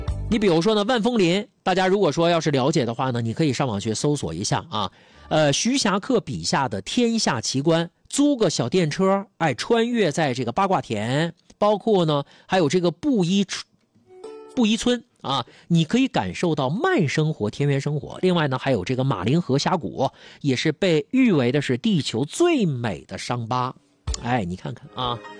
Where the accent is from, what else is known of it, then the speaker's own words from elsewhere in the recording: Harbin, Heilongjiang, China; now in Dalian, China; 我的家乡哈尔滨